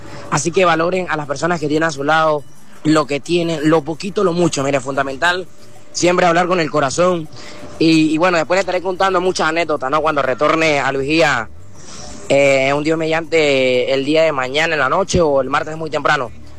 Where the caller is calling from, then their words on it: El Vigía, Mérida, Venezuela; venimos del Vigía, Estado Mérida.